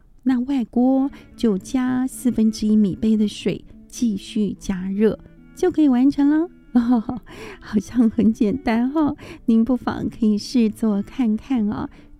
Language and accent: Chinese; Taiwan; 我们其实台湾人